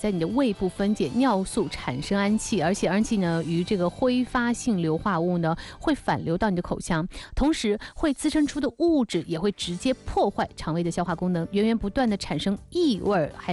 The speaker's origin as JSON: {"language": "Chinese", "town": "Huainan", "region": "Anhui", "country": "China", "tie": "born or raised there", "said": "是在我的老家淮南。对，在淮南寿县古城啊，"}